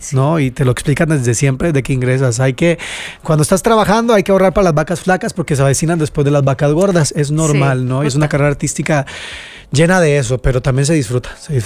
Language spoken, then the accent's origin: Spanish; Costa Rica; moved away as an adult; now in Mexico; amo mi país, amo Costa Rica, pero el crecimiento laboral que me iba a dar México, yo lo tenía muy claro. Uh-huh. Y por eso agradezco haberme venido para este país